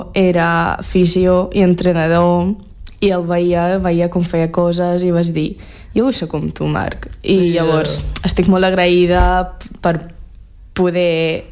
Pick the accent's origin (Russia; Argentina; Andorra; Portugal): Russia; Catalan is a second language; now in Catalonia, Spain; l'altra sóc jo de Rússia